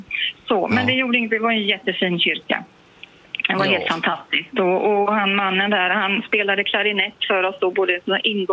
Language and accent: Swedish; Östergötland, Sweden; Jag är från Östergötland